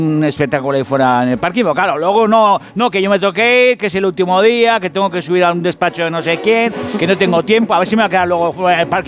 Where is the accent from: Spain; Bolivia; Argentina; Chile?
Spain; Basque Country; lo hago por orgullo, lo hago por orgullo, porque soy vasco y a mí no me gana ni Bartolo